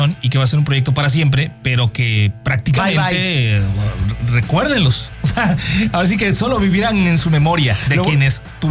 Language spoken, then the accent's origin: Spanish; Veracruz, Mexico; Yo, o sea, soy jarocha.